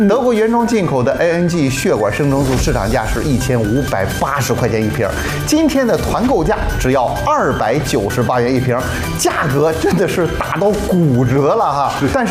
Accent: Xuzhou, Jiangsu, China; 大家好，

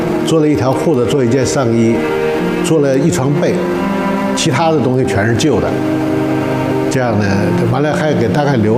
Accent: Yitong County, Jilin, China; moved away as an adult; 我是1960年出生的，在我们吉林省义通县大沽山镇的一个乡村，祖祖辈辈都是以农业生产为生的。

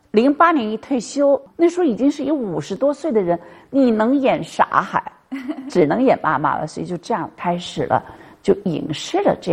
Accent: Beijing, China; 我北京人啊，我就根本不会说，

